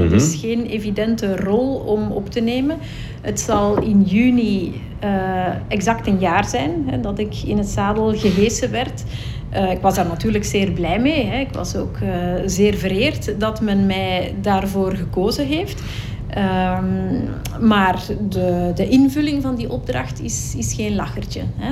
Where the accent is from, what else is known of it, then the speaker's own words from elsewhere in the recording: India; now in Belgium; We zijn niet biologische broers en zussen, maar, want we komen uit verschillende streken van India. Maar ja, als je samen opgroeit, dan ben je natuurlijk gewoon broer en zus.